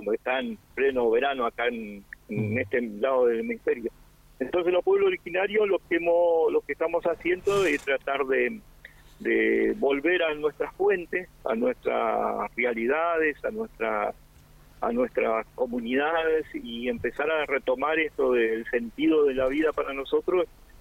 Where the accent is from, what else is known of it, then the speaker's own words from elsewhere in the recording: Chubut, Argentina; born there; Sí, yo nací en Chubut.